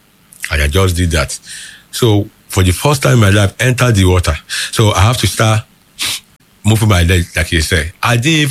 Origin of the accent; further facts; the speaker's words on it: Nigeria; moved away; also born or lived in New York; I'm from Nigeria